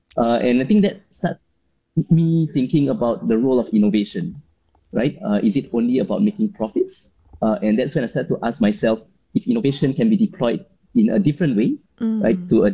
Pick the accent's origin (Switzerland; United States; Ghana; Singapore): Singapore; as a Singaporean engineer overseas